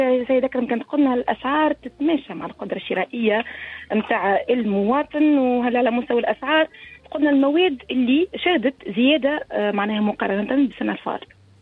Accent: Kalaa Kebira, Sousse Governorate, Tunisia; احنا توا موجودين بقلعتنا الكبرى على عين المكان بإحدى المكاتب تحديدا بشارع 4 الجانفي

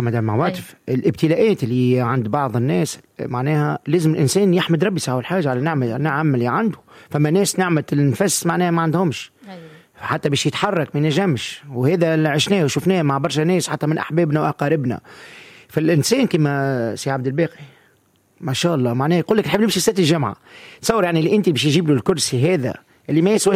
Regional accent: Tunisia; دولة بلادنا تونس بلاد الخير.

